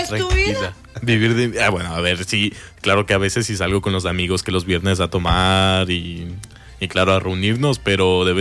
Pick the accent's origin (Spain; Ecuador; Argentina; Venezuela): Ecuador; moved away; yo tengo a mi madre en Ecuador, en mi país